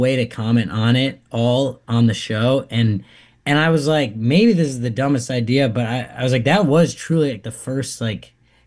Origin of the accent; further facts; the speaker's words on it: Minnesota, United States; Because I'm like, well, we're all Minnesotans out here trying to do something.